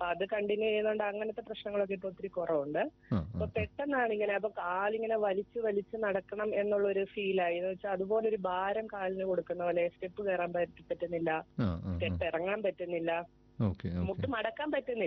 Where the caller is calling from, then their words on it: Pala, Kerala, India; ഞാൻ പാലായിൽ നിന്നാണ് വിളിക്കുന്നത്.